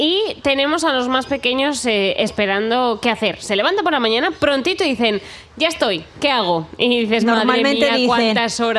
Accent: Spain; somos españoles, nos gusta la calle.

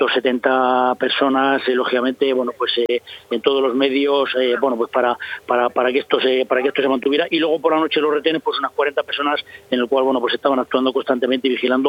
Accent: Íscar, Castile and León, Spain; mi pueblo de Íscar

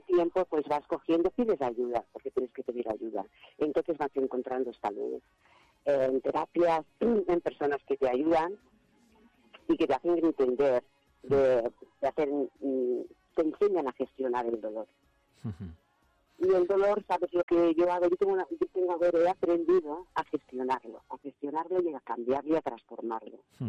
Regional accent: Barcelona, Catalonia, Spain; Lo mismo vivía en Girona como vivía, porque nosotros somos de Barcelona, de Cataluña.

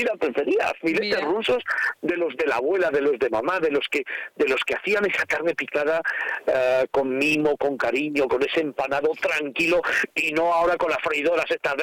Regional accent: Madrid, Community of Madrid, Spain; Ay, mira, a mí me encanta, soy de Madrid, ¿eh? Soy de Madrid, lo que pasa que mi madre era extremeña

